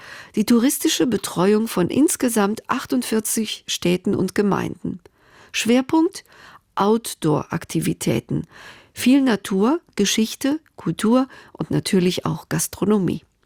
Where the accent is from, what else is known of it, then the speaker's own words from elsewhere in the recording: Greece; werde ich als Griechin besonders hellhörig.